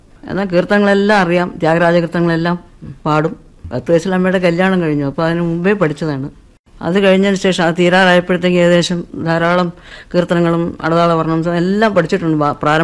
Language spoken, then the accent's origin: Malayalam; Elamannur, Kerala, India; also born or lived in Parassala; അപ്പൊ ഞാൻ ജനിച്ചത് പാറശാലയാണ്. അച്ഛൻ സ്കൂൾ ടീച്ചറായിരുന്നു. അച്ഛന് പ്രൊമോഷനായിട്ട് അടൂരിൻ്റെ അടുത്ത് ഒരു നാട്ടുംപുറം ഇളമണ്ണൂർ എന്നുള്ള സ്ഥലത്ത് ഒരു പ്രൈമറി സ്കൂൾ ഹെഡ്മാസ്റ്ററായിട്ട് പ്രൊമോഷൻ കിട്ടി.